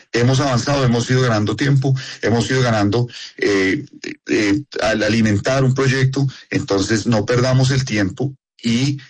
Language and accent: Spanish; Vichada, Colombia; Departamentos como el Bichada, del que yo soy, donde yo nací